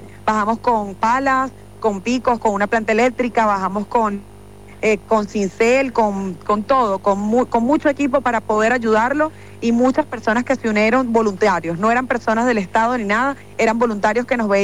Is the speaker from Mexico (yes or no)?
no; Caracas, Capital District, Venezuela; Yo soy de Caracas, de la capital.